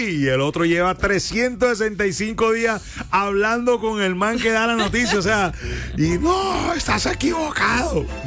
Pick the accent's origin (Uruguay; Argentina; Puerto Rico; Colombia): Colombia; Caribbean Region; Yo soy un costeño distinto.